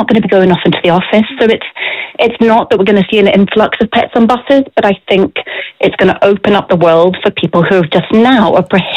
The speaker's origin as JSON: {"language": "English", "region": "Scotland", "country": "United Kingdom", "lives_now": "Ireland", "said": "I'm from Scotland. I've lived in Ireland 6 years."}